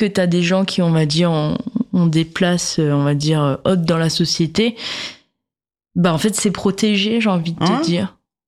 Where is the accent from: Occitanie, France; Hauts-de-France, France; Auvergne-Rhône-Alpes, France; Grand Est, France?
Hauts-de-France, France; je viens du Nord